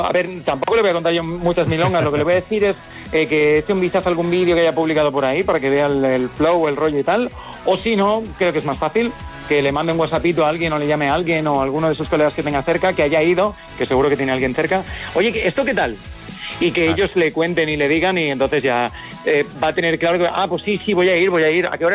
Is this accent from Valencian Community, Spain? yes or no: yes; Valencia, Valencian Community, Spain; No, yo además me siento muy querido en toda la zona de Alicante, toda la zona de mi tierra de Valencia, me siento muy muy querido y muy arropado